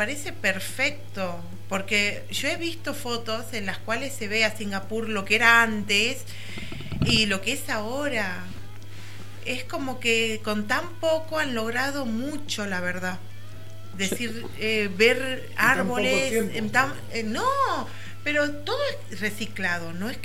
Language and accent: Spanish; Argentina; Los argentinos somos especialistas en romper reglas, en no cumplirlas.